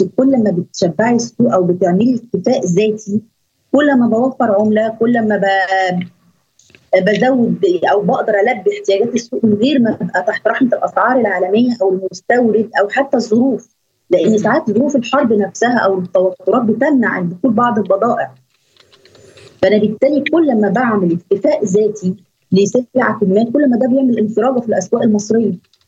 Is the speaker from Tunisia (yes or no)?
no; Egypt; إن إحنا كمواطنين مصريين يبقى عندي ثقة في منتج بلدي